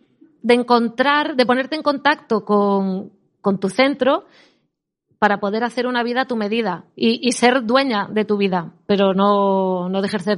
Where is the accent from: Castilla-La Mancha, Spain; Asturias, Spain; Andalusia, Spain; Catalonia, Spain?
Asturias, Spain; San Antolín de Ibias; volverme a mi pueblo, que yo vivo en un pueblo de aquí de Asturias, en San Antolín de Ibias